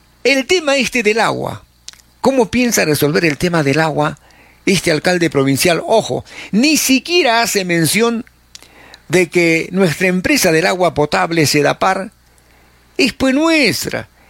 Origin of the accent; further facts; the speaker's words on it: Arequipa, Peru; ¿qué somos los arequipeños?